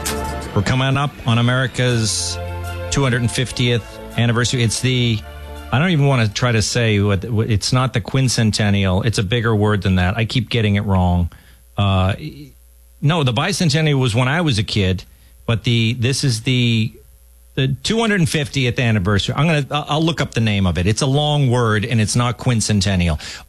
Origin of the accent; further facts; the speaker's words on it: Massachusetts, United States; We're very steeped in the you know, the history of the revolution growing up in Massachusetts.